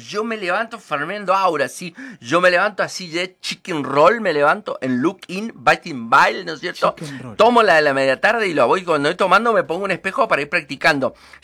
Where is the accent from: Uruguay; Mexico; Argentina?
Argentina; Buenos Aires; Sí, pero yo soy de Buenos Aires